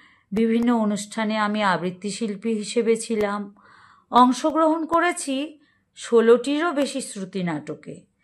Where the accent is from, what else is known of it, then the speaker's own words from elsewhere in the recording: Belonia, Tripura, India; moved away as an adult; now in Kolkata, India; আমার বাবার বাড়ি বিলোনিয়া আমলাপাড়ায়। বিবাহ সূত্রে আমি এখন কলকাতার বাসিন্দা, বিলোনিয়া আমার প্রাণের শহর।